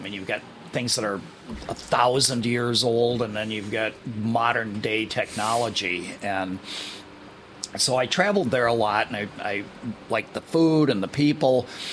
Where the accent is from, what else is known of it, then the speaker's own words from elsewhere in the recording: Madison, Wisconsin, United States; Now, I am from Madison